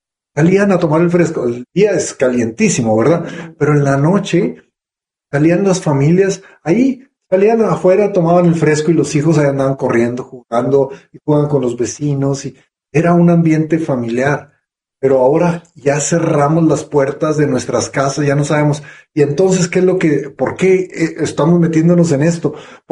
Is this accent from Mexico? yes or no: yes; Mexico; Ahí en mi pueblo no había televisión, porque era un pueblo chico.